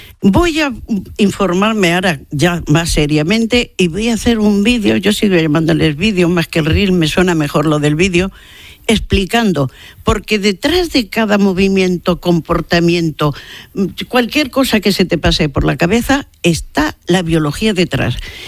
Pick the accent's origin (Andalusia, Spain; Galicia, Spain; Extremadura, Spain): Andalusia, Spain